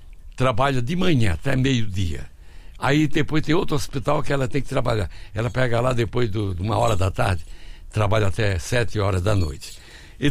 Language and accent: Portuguese; São Gonçalo, Paraíba, Brazil; born there; lá na Paraíba, onde eu nasci, em São Gonçalo